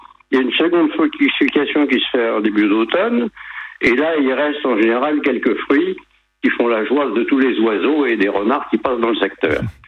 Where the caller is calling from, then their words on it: Roquefort-les-Pins, Provence-Alpes-Côte d'Azur, France; j'habite à Roquefort-les-Pins, dans les Alpes-Maritimes.